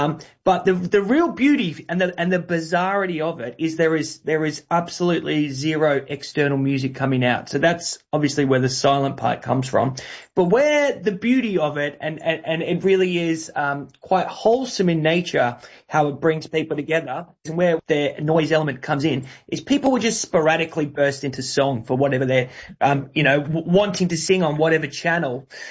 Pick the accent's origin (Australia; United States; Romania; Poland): Australia; now in London, United Kingdom; So my business partner, you can hear from my voice that I am Australian. Hopefully you picked that up. My business partner is from London, and I personally have been based in London now for nearly 15 years.